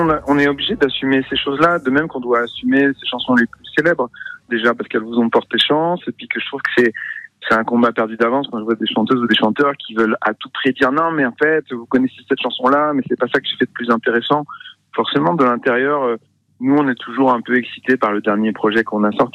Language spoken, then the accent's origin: French; Évreux, Normandy, France; born there; also born or lived in Saint-Étienne; Je suis né à Évreux juste parce que mes parents ont été nommés profs en Normandie.